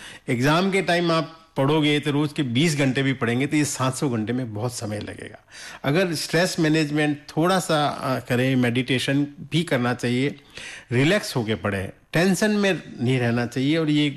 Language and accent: Hindi; Jodhpur, Rajasthan, India; born there; मेरा जन्म भी जोधपुर में हुआ